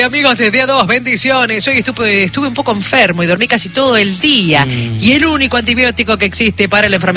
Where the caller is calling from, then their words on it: Mendoza, Argentina; Hola amigos de la noche … de Mendoza. Acá estamos escuchando el programón.